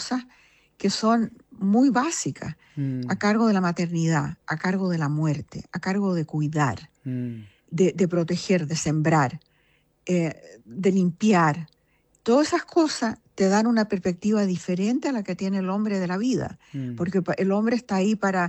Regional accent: Chile; moved away; He vivido la mayor parte de mi vida, casi toda mi vida afuera. Muy poco tiempo en Chile, pero me siento chilena y amo Chile

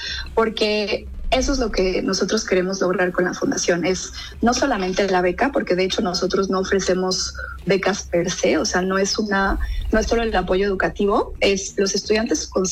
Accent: Los Cabos, Baja California Sur, Mexico; moved away as an adult; also born or lived in France; yo soy de Los Cabos, crecí y viví ahí, y durante 7 años yo viví, estudié y trabajé en el extranjero, en Francia específicamente

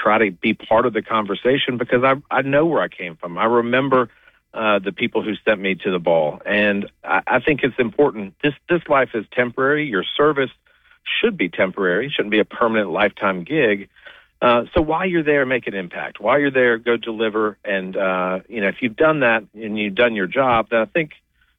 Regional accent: Socastee, South Carolina, United States; So I'm originally from Surfside Beach. I grew up in a little town called Sockastee.

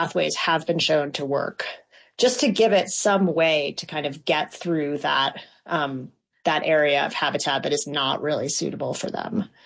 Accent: East Coast, United States; now in Colorado, United States; So I'm originally from the East Coast, although I've lived in Colorado for 20 something years.

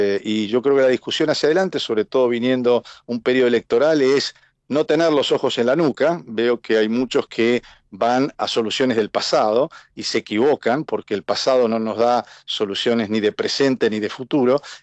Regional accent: Argentina; debemos como Argentina argentinos pensar y trabajar y poner cuáles son los instrumentos para un país para 48 millones de argentinos

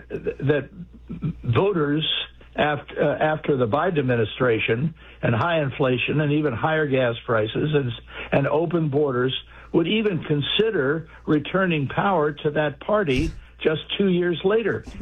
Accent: Washington, United States; And I was born in Washington. I grew up there, went to school there, and spent most of my life in the Washington area.

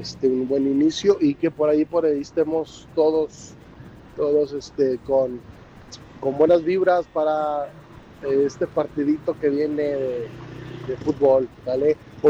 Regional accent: Durango, Mexico; born there; now in San Luis Potosí, Mexico; saludándote desde la bella ciudad de San Luis Potosí, pero somos originarios de Durango, México.

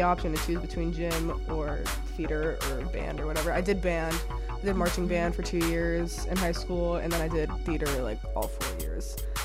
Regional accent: Cumming, Georgia, United States; also born or lived in Canton, United States; I grew up in Forsyth County in Cumming. If you know, you know. It's really not the tea. It's not. And then I moved to Canton, like Cherokee County, when I was in eighth grade.

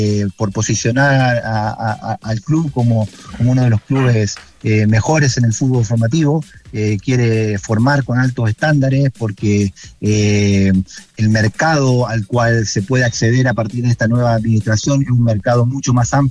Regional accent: Argentina; now in Chile; soy argentino

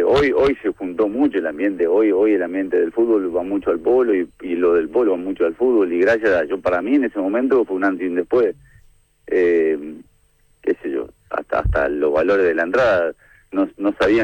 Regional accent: Argentina; los argentinos en general, me parece que nos bancamos entre todos un poco, y así es el argentino.

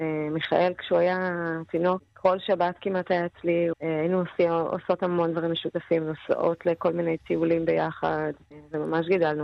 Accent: Kfar Aza, Southern District, Israel; אנחנו בעצם ארבעה אחים, כולנו נולדנו וגדלנו בכפר עזה.

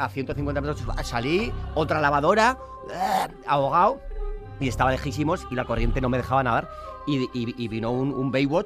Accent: San Sebastián, Basque Country, Spain

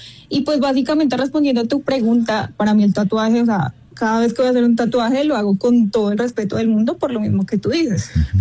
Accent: Colombia; now in United States; yo soy colombiana, pero vivo en Estados Unidos, entonces he podido conocer este mundo en dos países diferentes

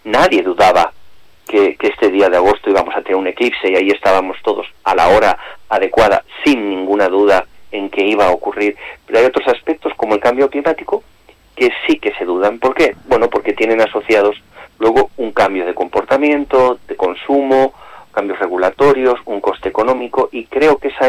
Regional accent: Villamediana de Iregua, La Rioja, Spain; moved away; me siento muy orgulloso de llevar siempre el nombre de La Rioja, de mi pueblo, de Villamediana, allí donde voy.

